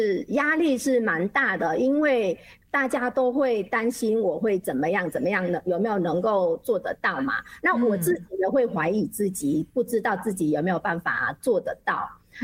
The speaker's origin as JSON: {"language": "Chinese", "country": "Vietnam", "second_language": "Chinese", "moved": "yes", "said": "那语言讲的是没有问题，可是写字对我们越南人来说，对我个人来说，写字还是一个到现在还是在努力当中的一个方面嘛。"}